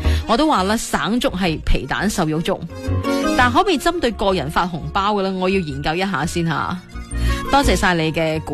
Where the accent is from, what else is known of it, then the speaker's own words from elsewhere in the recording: Guangdong, China; 真系佛山人或者传统广东人啦，我应该系其中一个嚟嘅。